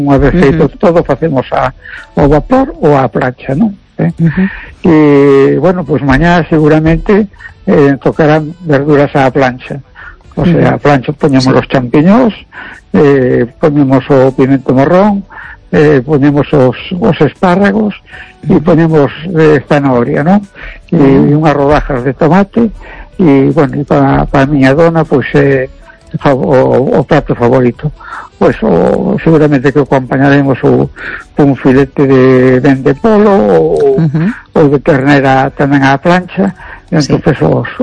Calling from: A Coruña, Galicia, Spain; de Esta Coruña.

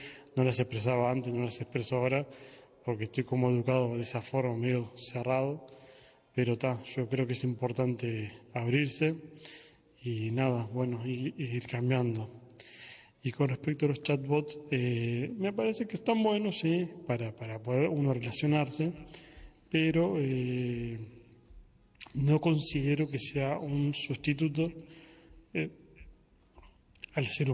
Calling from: Montevideo, Uruguay; vivo en Montevideo, estudio en la Facultad de Comunicación

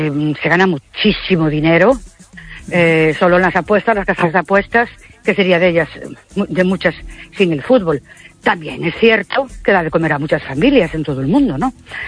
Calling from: Ourense, Galicia, Spain; de Ourense

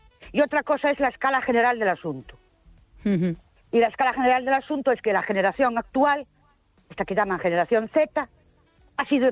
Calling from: Ourense, Galicia, Spain; de Ourense

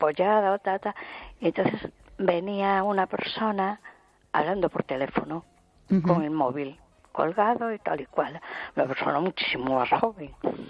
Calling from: A Coruña, Galicia, Spain; de Coruña.

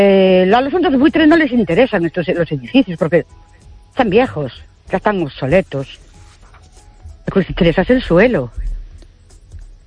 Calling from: Ourense, Galicia, Spain; de Urense otra vez.

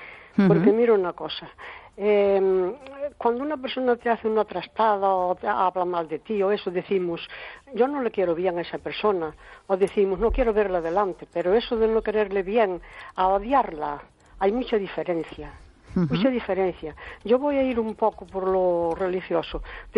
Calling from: Cespón, Galicia, Spain; de Cespón.

